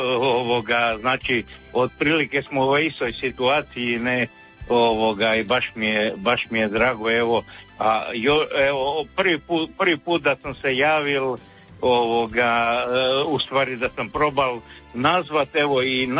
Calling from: Kostrena, Primorje-Gorski Kotar County, Croatia; Ja sam inače iz Kostrene isto

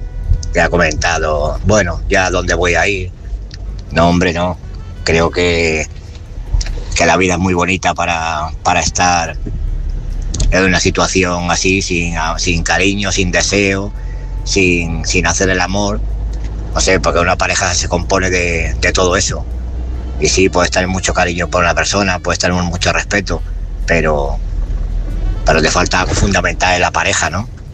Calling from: Málaga, Andalusia, Spain; de Málaga.

